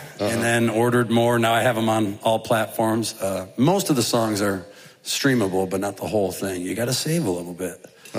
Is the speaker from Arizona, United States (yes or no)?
no; North Adams, Massachusetts, United States; now in Nashville, United States; North Adams, Massachusetts.